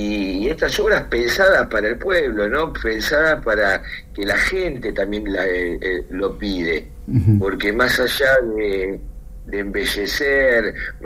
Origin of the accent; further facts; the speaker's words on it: Ensenada, Buenos Aires Province, Argentina; los que vivimos muchos años en Ensenada y los que nacimos en Ensenada no nos olvidamos que cuando crecía un poco el río, enseguida nos tapaba